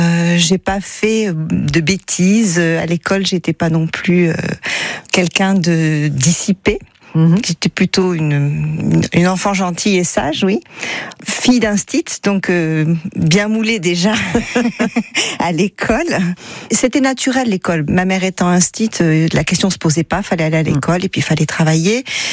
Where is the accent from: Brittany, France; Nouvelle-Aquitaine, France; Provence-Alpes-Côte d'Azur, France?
Provence-Alpes-Côte d'Azur, France; Marseille; moved away as an adult; now in Tours, France; Je suis née à Marseille, j'ai fait mes études à Marseille.